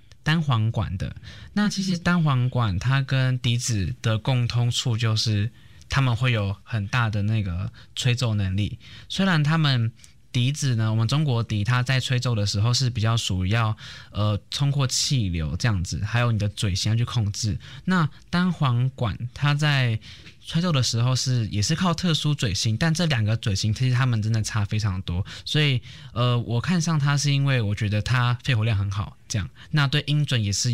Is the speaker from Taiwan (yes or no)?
yes; Taiwan; 我们家乡回兰